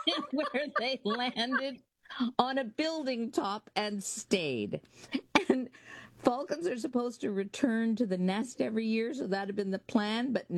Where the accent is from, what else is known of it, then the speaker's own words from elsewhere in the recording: Canada; that's why we are Canadian. Well, British then, but now Canadian.